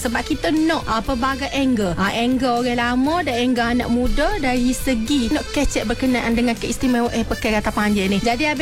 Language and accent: Malay; Kelantan, Malaysia; Kita ni sebagai orang Kelantan